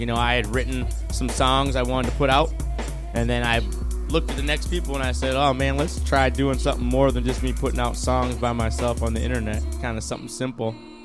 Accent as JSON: {"language": "English", "town": "Mount Clemens", "region": "Michigan", "country": "United States", "tie": "born or raised there", "said": "I grew up in Mount Clemens, Clinton Township area."}